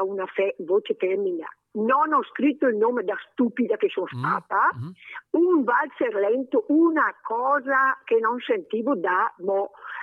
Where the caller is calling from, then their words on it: Rovato, Lombardy, Italy; da Rovato